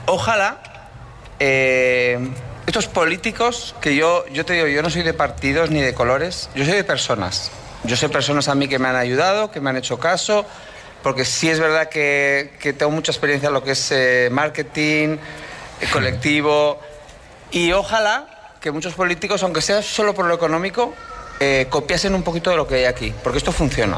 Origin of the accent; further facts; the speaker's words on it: Pamplona, Navarre, Spain; Yo soy de Pamplona.